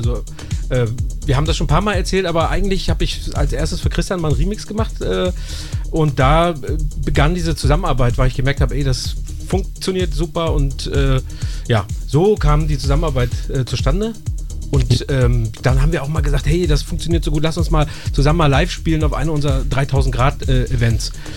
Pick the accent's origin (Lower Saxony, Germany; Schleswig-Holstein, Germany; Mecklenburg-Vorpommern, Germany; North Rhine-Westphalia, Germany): Mecklenburg-Vorpommern, Germany; wie zum Beispiel bei uns in Mecklenburg an einem See